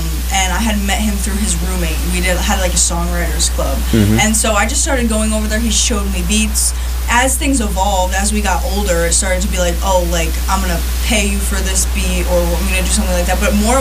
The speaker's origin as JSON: {"language": "English", "town": "Greenville", "region": "New York", "country": "United States", "tie": "born or raised there", "said": "Greenville. That's where I went to high school. So I'm from Greene County. Yeah, which is right there."}